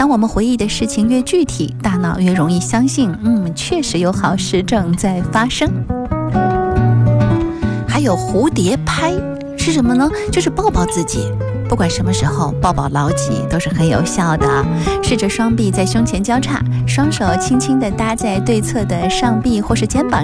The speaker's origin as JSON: {"language": "Chinese", "region": "Beijing", "country": "China", "moved": "yes", "lives_now": "Nanjing, China", "said": "我来自北京"}